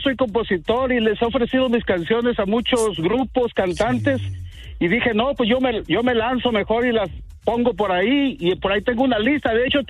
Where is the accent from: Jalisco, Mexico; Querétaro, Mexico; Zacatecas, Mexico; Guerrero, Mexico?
Guerrero, Mexico; Zihuatanejo; Soy de Zihuatanejo, Guerrero.